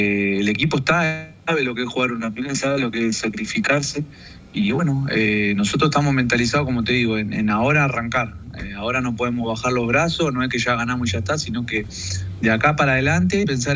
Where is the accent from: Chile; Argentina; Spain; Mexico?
Argentina; no solo como argentino, imagino todo el mundo debe estar medio en shock, nosotros como argentinos obviamente